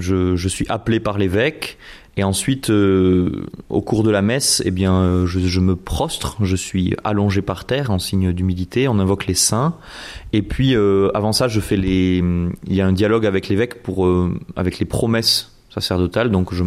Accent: Mende, Occitanie, France; j'ai grandi à Mende, j'ai fait ma scolarité à Mende, je suis vraiment lozérien

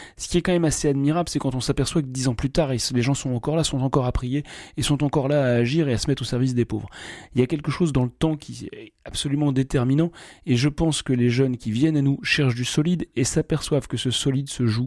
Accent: Hauts-de-France, France; je suis un homme, je suis français, je suis du diocèse de Lille, enfin en tout cas de la région lilloise.

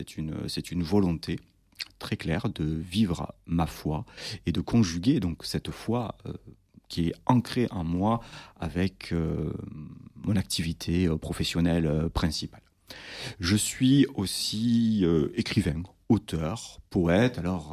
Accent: Carcassonne, Occitanie, France; born there; also born or lived in Toulouse; parce que je suis carcassonnais, je suis né à Carcassonne en tout cas, j'ai vécu à Toulouse, je ne sais pas si les auditeurs entendent ou reconnaissent l'accent.

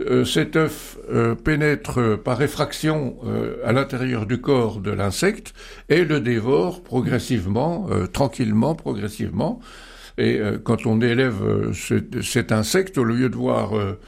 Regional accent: France; chez nous, en France

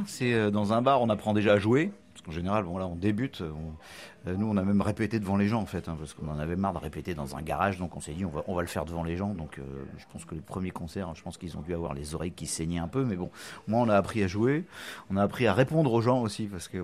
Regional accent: Brest, Brittany, France; also born or lived in Plougastel / Quimper / Paris; je suis né à Brest, ouais, j'ai passé mon enfance à Brest, après j'ai un peu bougé, voilà, Plougastel, Quimper, puis je suis revenu à Brest pour mes études

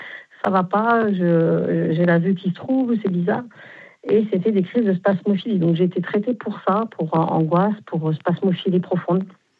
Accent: Grand Est, France; now in Arles, France; Moi, je suis Lorraine, mais j'ai atterri à Arles.

